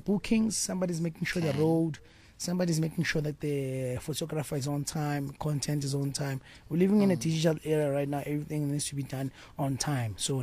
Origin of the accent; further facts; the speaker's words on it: Tembisa, Gauteng, South Africa; I'm from Tembisa, born and bred, 1632, Eguruleni.